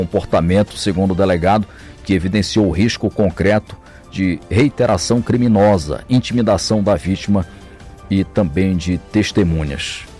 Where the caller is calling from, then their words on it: Alto Alegre, Brazil; Sou aqui da comunidade da Barata, município de Alto Alegre.